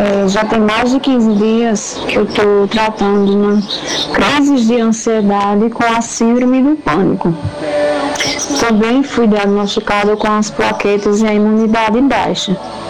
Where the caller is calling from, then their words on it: Brazil; sou de Itaperuá.